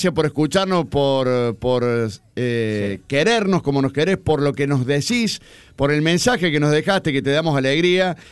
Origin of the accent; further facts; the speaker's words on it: Córdoba, Argentina; born there; mi barrio, mira, donde nací, ahí en Alta Córdoba.